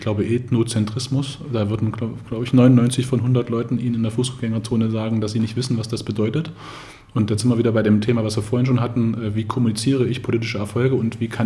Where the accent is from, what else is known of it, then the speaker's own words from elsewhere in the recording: Jena, Thuringia, Germany; weil in Thüringen geboren zu sein, das ist gar nicht so leicht. Wir sind ja so wenige. Ich bin in Thüringen geboren, ich bin Jenenser, das kehre ich auch gerne heraus, wenn ich mit Erfurtern zu tun habe.